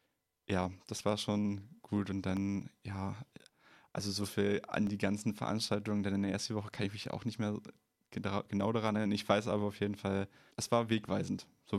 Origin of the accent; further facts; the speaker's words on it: Mecklenburg-Vorpommern, Germany; moved away as an adult; now in Greifswald, Germany; Ja, ich bin 22 Jahre alt. Ich komme ursprünglich aus der Ecke Wismar-Schwerin.